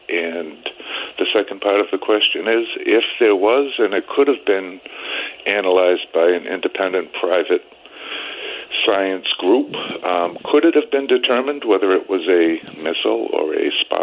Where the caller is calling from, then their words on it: Lawrence, Massachusetts, United States; I'm calling from Lawrence, Massachusetts.